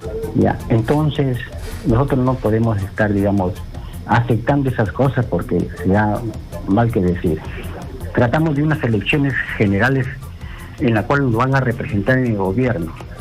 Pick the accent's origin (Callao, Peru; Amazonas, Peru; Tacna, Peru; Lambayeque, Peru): Lambayeque, Peru; Chiclayo